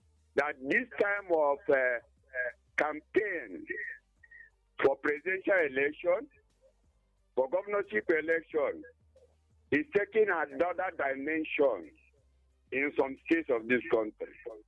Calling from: Isoko, Delta, Nigeria; I'm calling from Isoko, my non Chaluku community

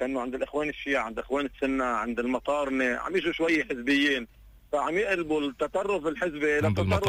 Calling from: Lebanon; بالنسبه لي انا كلبناني

